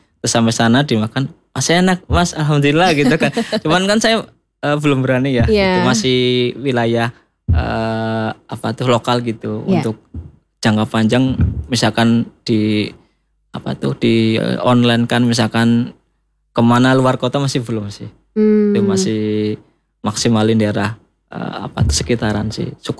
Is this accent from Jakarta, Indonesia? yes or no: no; Purwokerto, Central Java, Indonesia; Memang kayak saya itu jangka panjang memang pengen jadi ikon di wilayah kita, kota saya sendiri